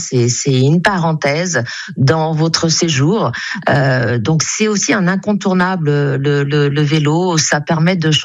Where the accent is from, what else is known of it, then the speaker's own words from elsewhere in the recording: Tours, Centre-Val de Loire, France; je suis tourangelle, je suis née à Tours et je reviendrai évidemment dans mon berceau familial qui est le château de Champchevrier au milieu des bois.